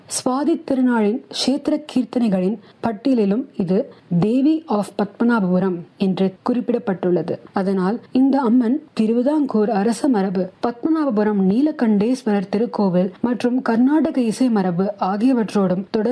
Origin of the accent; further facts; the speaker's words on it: Keralapuram, Tamil Nadu, India; கேரளபுரம் தான் என்னுடைய சொந்த ஊர்.